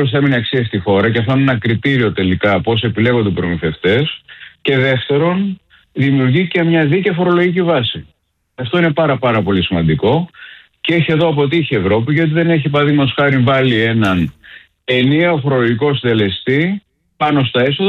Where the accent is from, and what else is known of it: Greece